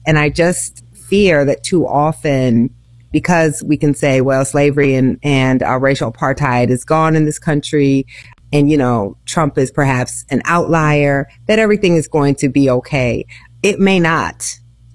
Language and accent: English; Iowa, United States; My home state of Iowa